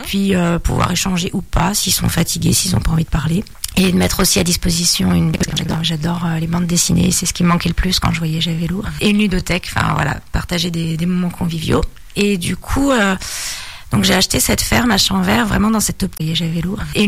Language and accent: French; Lyon, Auvergne-Rhône-Alpes, France; moved away as an adult; now in Nièvre, France; je suis nouvelle dans la Nièvre. Moi je suis pas d'ici, je suis lyonnaise et ça fait 10 ans que je suis venue.